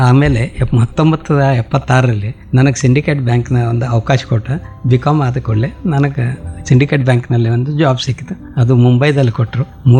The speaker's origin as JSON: {"language": "Kannada", "town": "Kolhapur", "region": "Maharashtra", "country": "India", "tie": "born or raised there", "also_born_or_lived": "Mumbai", "first_language": "Kannada", "moved": "as an adult", "lives_now": "Belagavi, India", "said": "ನಾನು ಹುಟ್ಟಿದ್ದು ಕೊಲ್ಲಾಪುರದಲ್ಲಿ. ನನ್ನ ಬಾಲ್ಯ ಒಳ್ಳೆಯ ರೀತಿಯಲ್ಲೇ ಕಳೆದಿದ್ದು. ದೊಡ್ಡ ಕುಟುಂಬ ನಮ್ಮದು, ನಾವು 6 ಜನ ಅಣ್ಣತಮ್ಮರು, 3 ಮಂದಿ ಅಕ್ಕತಂಗಿಯರು, ಹಿಂಗೆ ತುಂಬಿದ ಕುಟುಂಬ."}